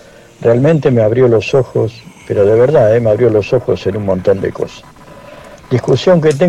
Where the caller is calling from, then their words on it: Berazategui, Buenos Aires Province, Argentina; soy de Verazategui